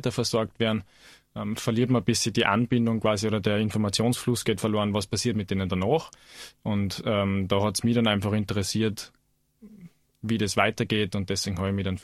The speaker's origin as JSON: {"language": "German", "region": "Salzburg", "country": "Austria", "tie": "born there", "moved": "yes", "lives_now": "Innsbruck, Austria", "said": "ich bin 30 Jahre alt, bin geboren in Salzburg, wohne jetzt in Innsbruck"}